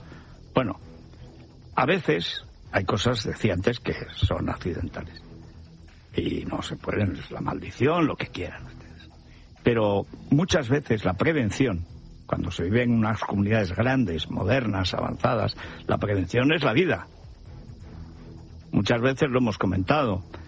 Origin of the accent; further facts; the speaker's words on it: Albarracín, Aragon, Spain; O sea, la gente que vaya ahora a mi pueblo, a González, a Albarracín, pues lo que ve es qué bien se come en el monte.